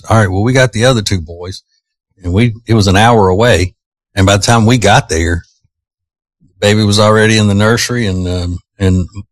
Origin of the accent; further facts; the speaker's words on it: Winfield, Louisiana, United States; moved away; when I was a kid in my hometown of Winfield, Louisiana.